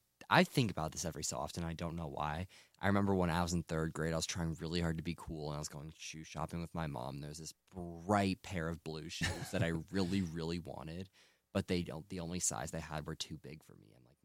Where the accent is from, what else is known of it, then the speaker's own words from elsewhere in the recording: Minnesota, United States; Where's where I'm from? I'm from Minnesota.